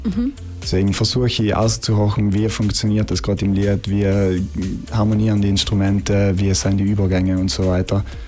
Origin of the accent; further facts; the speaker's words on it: Merano, Trentino-Alto Adige, Italy; now in Innsbruck, Austria; Ich komme aus Meran und jetzt inzwischen lebe ich in Innsbruck. Bin gerade aus Budapest zurückgekommen, in einem Auslandssemester